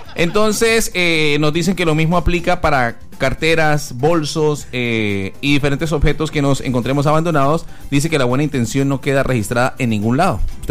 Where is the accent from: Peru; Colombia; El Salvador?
Colombia